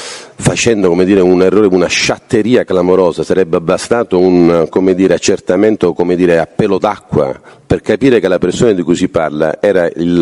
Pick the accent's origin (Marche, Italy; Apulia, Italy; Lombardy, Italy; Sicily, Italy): Sicily, Italy; qui in Sicilia